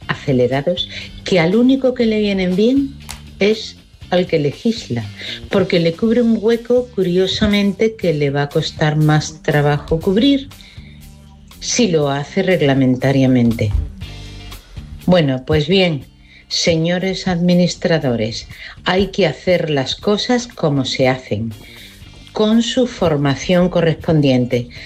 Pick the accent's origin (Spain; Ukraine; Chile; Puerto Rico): Spain; Seville, Andalusia